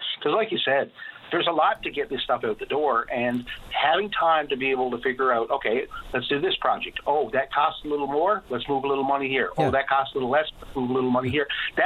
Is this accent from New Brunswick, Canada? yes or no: no; Corner Brook, Newfoundland and Labrador, Canada; talking to my hometown and in Corner Brook